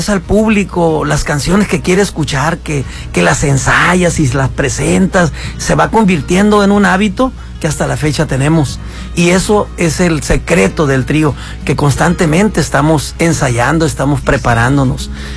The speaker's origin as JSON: {"language": "Spanish", "town": "Culiacán", "region": "Sinaloa", "country": "Mexico", "said": "Y somos de Culiacán, claro que sí."}